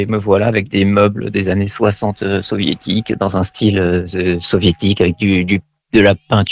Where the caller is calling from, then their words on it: Meaux, Île-de-France, France; j'habite à Meaux, en région parisienne.